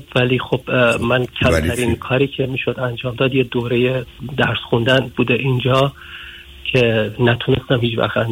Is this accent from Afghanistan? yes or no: no; Iran; من توی شهرستان خیلی کوچیک توی ایران به دنیا آمدم، و این توی خانواده بسیار بسیار فقیر و با شرط خیلی سخت زندگی می کردیم